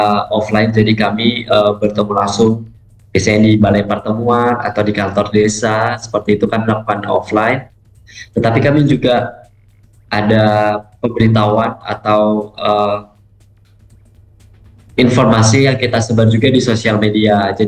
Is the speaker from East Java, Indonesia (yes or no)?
yes; Madiun, East Java, Indonesia; moved away; Saya aslinya malah dari Madiun